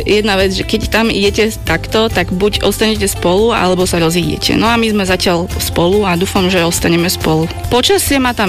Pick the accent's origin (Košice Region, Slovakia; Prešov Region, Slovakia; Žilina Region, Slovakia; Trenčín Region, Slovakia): Košice Region, Slovakia; Kokšov-Bakša; moved away as an adult; also born or lived in Bratislava / Canada; now in Pezinok, Slovakia; pochádzam z Košíc, narodila som sa v Košiciach, ale vyrastala som v Kokšov-Bakši, je to dedina pri Košiciach, to je moje detstvo. Odišla som v 19. na do Bratislavy